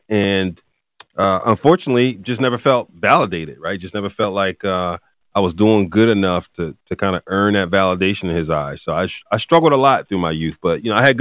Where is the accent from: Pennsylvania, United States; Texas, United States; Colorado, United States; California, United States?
Pennsylvania, United States; Philadelphia; Well, you know, North Philly was tough back then.